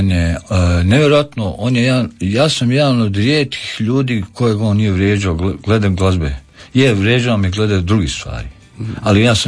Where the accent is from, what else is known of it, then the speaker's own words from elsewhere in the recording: Vinkovci, Vukovar-Srijem County, Croatia; moved away; Tako da govorim srpski, ali mi je bliži, ja sam tamo iz Vinkovaca, mi smo tamo govorili srpski.